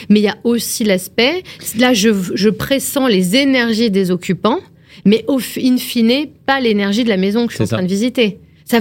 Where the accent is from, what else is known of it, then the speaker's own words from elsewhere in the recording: Dieppe, Normandy, France; born there; je suis née à Dieppe